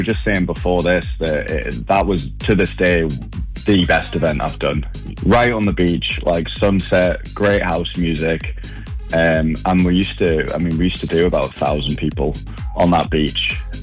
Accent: Newcastle, North East England, United Kingdom; Obviously, you know, I'm from Newcastle.

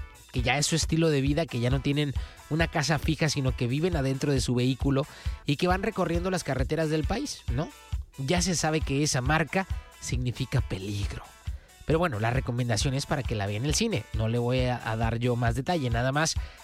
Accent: Mexico; Nosotros acá en México

